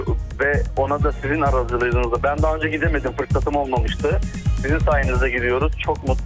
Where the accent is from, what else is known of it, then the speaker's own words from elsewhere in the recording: Çanakkale, Turkey; moved away; Çanakkale'deydi, çocukluğum geçti. Oradaki sahiller, oradaki güzel küçük kasaba hayatı